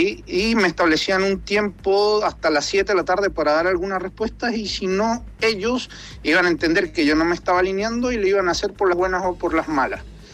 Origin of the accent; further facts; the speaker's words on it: Venezuela; now in Chile; Mira, yo siendo venezolano y entendiendo que alinearse es pagar, nosotros en Venezuela le llamamos vacuna, no sé cuál es el término chileno acá